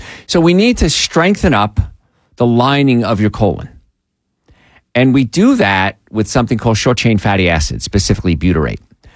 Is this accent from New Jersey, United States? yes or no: yes; New Jersey, United States; And when I was young, I grew up in New Jersey.